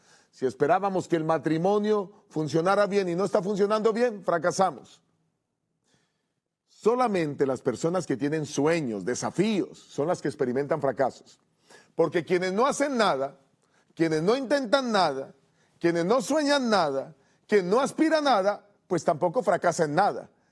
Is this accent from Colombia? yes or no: yes; Bogotá, Colombia; Hasta que tuvimos una competencia con la liga de la ciudad donde yo estudiaba, en mi país, en la ciudad de Bogotá, en Colombia.